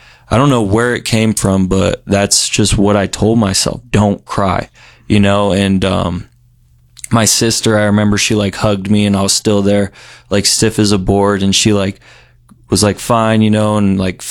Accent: Broomfield, Colorado, United States; I grew up in Broomfield, Colorado. Nice neighborhood, good family

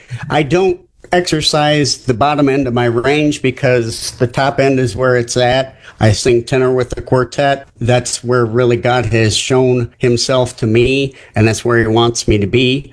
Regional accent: Coldwater, Michigan, United States; also born or lived in Bronson, Michigan; I am a lifer in the Coldwater, Michigan area. I was born and raised in Coldwater and have never ventured too far from here

